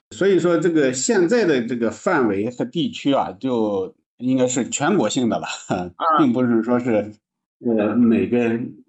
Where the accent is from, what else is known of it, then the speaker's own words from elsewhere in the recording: Shandong, China; 我们山东人吃的是最多。